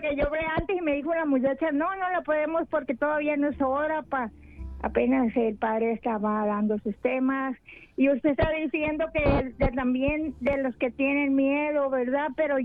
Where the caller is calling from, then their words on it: California, United States; Brole, California.